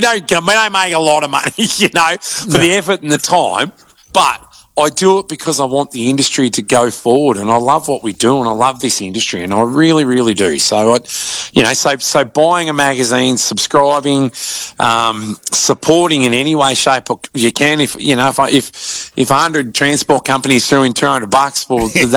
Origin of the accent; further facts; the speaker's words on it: Longwarry, Victoria, Australia; I grew up in Longwarrie.